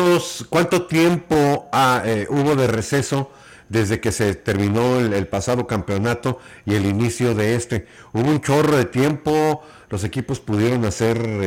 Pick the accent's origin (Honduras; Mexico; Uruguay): Mexico; Para nosotros, para nuestra realidad como mexicanos, nuestro fútbol.